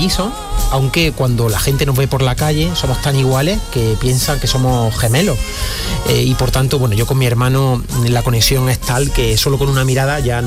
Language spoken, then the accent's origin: Spanish; Arjona, Andalusia, Spain; born there; he tocado en la banda de mi pueblo.